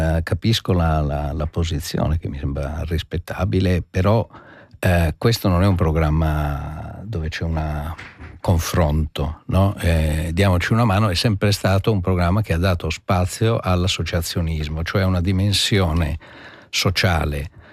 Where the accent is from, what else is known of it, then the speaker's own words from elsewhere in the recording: Sardinia, Italy; moved away; io vengo dall'Italia, dove ci sono, dalla Sardegna in particolare